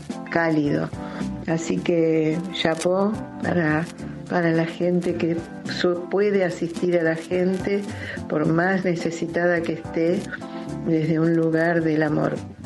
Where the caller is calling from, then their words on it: Buenos Aires, Argentina; de Devoto.